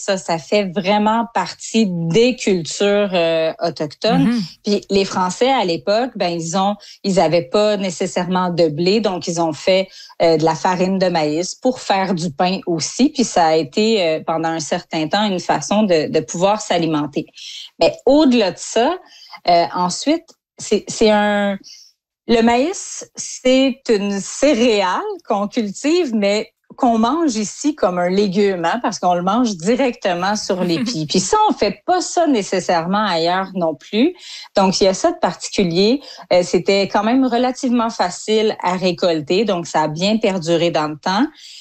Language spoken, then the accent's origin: French; Saint-Guillaume, Quebec, Canada; moi, je viens de Saint-Guillaume, au centre du Québec. Le blé d'Inde, ça a toujours fait partie de mes étés, de mes automnes, depuis que je suis jeune.